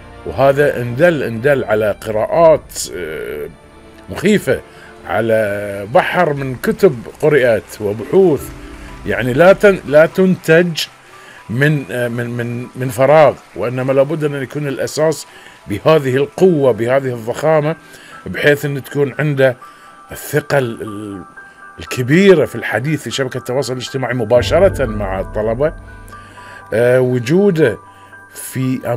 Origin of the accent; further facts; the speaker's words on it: Bahrain; احنا كبحرينيين